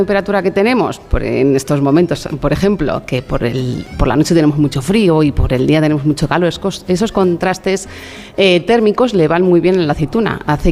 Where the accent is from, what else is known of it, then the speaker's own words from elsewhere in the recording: Spain; pues como buenos españoles, lo consumimos todos los días